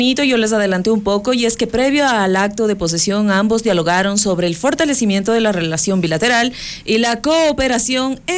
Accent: Ecuador; nosotros como ecuatorianos

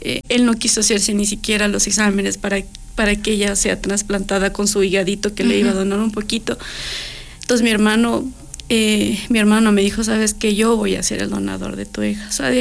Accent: Colombia; moved away; Pero me tocó empezar desde cero. Cuando vine de Colombia, me tocó empezar a mirar mis cosas que estaban dañadas.

